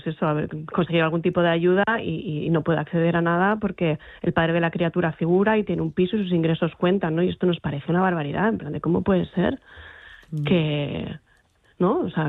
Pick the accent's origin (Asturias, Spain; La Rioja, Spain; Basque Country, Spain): Asturias, Spain; Gijón